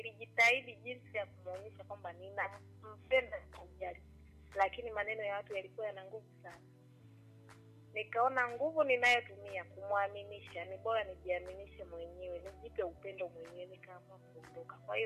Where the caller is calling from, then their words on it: Tanzania; roho mbaya zetu sisi Watanzania.